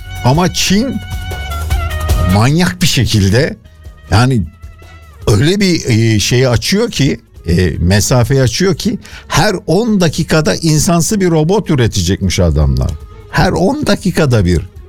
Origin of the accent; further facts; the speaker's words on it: İzmir, Turkey; Hemen memleketim İzmir'e gidiyoruz efendim.